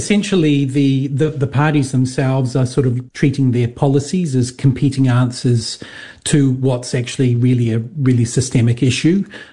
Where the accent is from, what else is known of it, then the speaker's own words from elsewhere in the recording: New Zealand; moved away as an adult; now in Adelaide, Australia; I am a New Zealander. Oh, I've only lived in Adelaide for about 4.5 years.